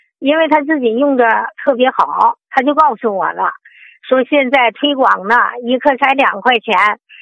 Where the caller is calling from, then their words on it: Zibo, Shandong, China; 啊，我是淄博张店区的啊。